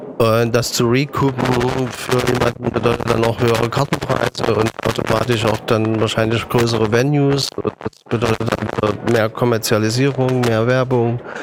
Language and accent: German; Germany; ich bin an der DDR groß geworden.